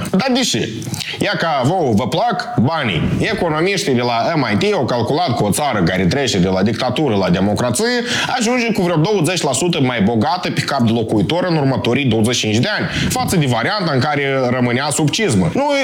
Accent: Moldova

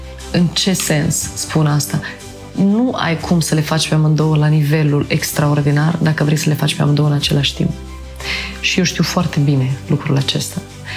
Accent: Moldova; am fost născută în Republica Moldova și am fost crescută acolo

